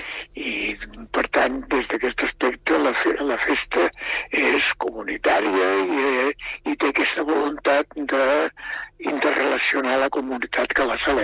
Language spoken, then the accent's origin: Catalan; Catalonia, Spain; jo soc de Noví